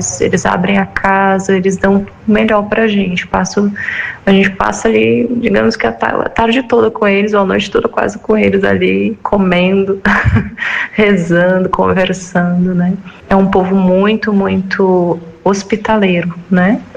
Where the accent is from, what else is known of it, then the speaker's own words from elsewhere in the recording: Brazil; moved away; Eu que vim do Brasil, então a gente vê muitas realidades diferentes, mentalidades do Oriente, né?